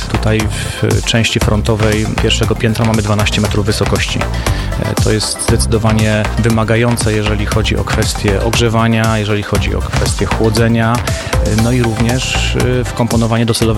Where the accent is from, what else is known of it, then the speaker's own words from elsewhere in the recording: Sosnowiec, Silesian Voivodeship, Poland; jestem z Sosnowca